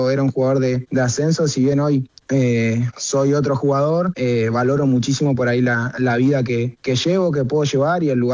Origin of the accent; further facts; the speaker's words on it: Carmen de Patagones, Buenos Aires Province, Argentina; now in Buenos Aires, Argentina; Yo soy de Carmen de Patagones, sí, ahora estoy en Buenos Aires.